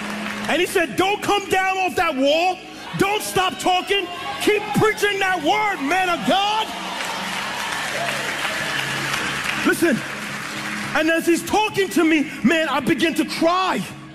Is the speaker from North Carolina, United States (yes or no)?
no; New York, United States; I'm from New York, so we keep that head on a swizzle.